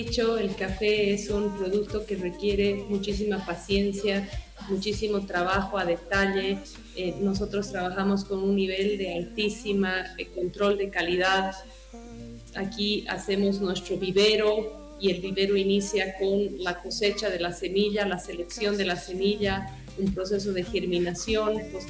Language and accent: Spanish; Bolivia; tenemos que ser muy orgullosos como bolivianos.